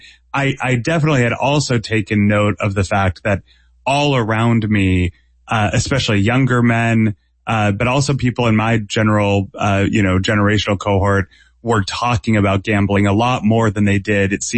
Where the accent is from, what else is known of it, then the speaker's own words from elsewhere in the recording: Massachusetts, United States; I grew up in Massachusetts, so I have the New England sports fan